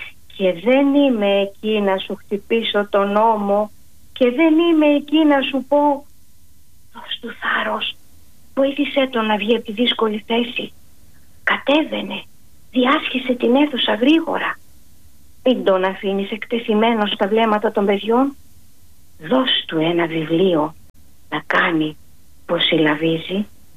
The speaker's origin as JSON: {"language": "Greek", "town": "Ioannina", "region": "Epirus", "country": "Greece", "said": "κατάγομαι από τα Γιάννενα, σε χωριά των Ιωαννίνων"}